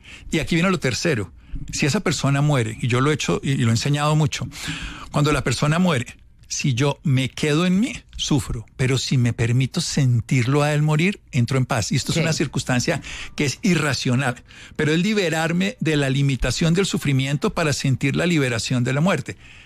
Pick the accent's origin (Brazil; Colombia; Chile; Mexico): Colombia; Armero, Tolima; Yo soy de Armero, Tolima, 25.000 personas murieron hace 40 años.